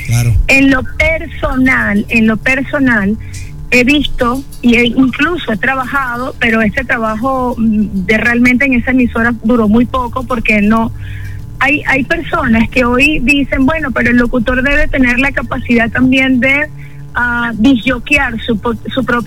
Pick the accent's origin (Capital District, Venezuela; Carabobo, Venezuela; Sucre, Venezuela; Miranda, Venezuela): Sucre, Venezuela; Cumaná; Que como yo vengo de Cumaná, que yo, acuérdate que yo tengo un año acá en la isla desde a mi regreso, porque bueno, ya yo había vivido acá antes